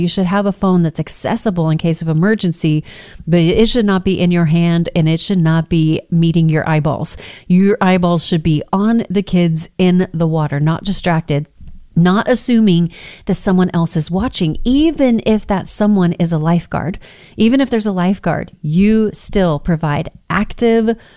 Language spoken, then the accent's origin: English; Texas, United States; I grew up on the Texas Gulf Coast.